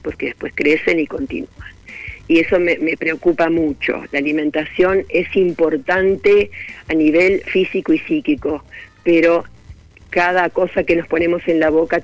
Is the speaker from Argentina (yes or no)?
yes; Argentina; ¿qué somos los argentinos?